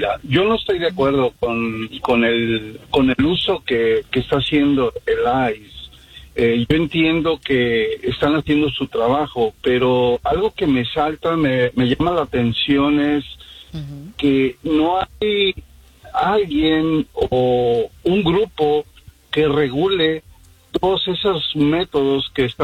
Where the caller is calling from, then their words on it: Chicago, Illinois, United States; Saludos desde aquí, desde la Ciudad de los Vientos, Chicago, Illinois.